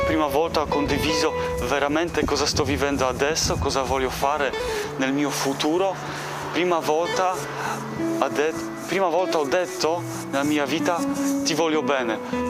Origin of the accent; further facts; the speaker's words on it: Poland; Italian is a second language; now in Italy; vengo da Polonia